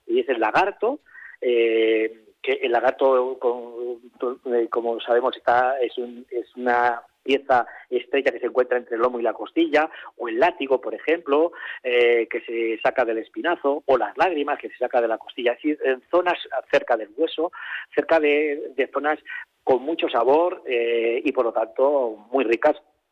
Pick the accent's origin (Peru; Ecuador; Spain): Spain; Segovia, Castile and León; ya no solamente somos la gente de Segovia